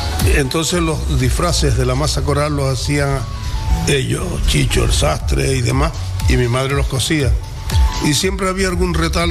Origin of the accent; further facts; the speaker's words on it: Santa Cruz de Tenerife, Canary Islands, Spain; Yo nací en el Toscal, en la calle. No es el Toscal tal, pero para mí sí es. La calle Suárez Guerra, al lado de la Academia Baico.